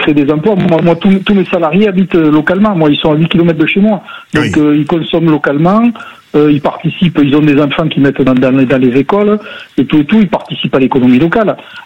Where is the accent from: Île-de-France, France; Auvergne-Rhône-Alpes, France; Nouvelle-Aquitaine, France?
Nouvelle-Aquitaine, France; Razimet; Moi, je suis pas de Tonneins, c'est à côté. Un petit village qui s'appelle Razimé.